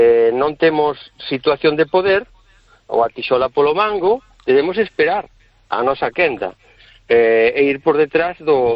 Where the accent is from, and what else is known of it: Quiroga, Galicia, Spain